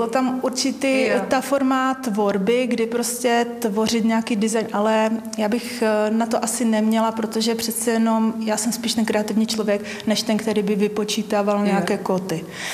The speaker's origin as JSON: {"language": "Czech", "town": "Ostrava", "region": "Moravian-Silesian Region", "country": "Czechia", "said": "já jsem z Hrabové, mý rodiče jsou z Hrabové"}